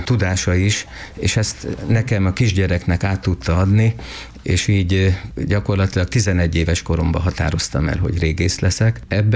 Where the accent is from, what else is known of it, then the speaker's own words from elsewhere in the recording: Külsővat, Vas, Hungary; Hát igen, egy kis dunántúli faluban nőttem fel, Külsővatnak hívják, ami nagyon gazdag régészeti emlékekben